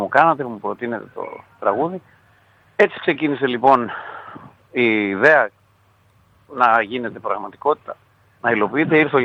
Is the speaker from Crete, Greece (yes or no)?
yes; Sitia, Crete, Greece; εμείς στη Σιτία που είμαστε από τη Σιτία είμαστε πολύ επηρεασμένοι από τους ενετούς και το καταδόρικο, ας πούμε, το νησιώτικο.